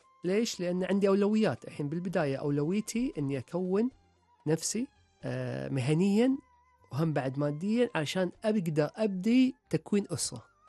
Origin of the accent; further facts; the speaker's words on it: Kuwait; moved away as an adult; أقوم أردوا هلي للكويت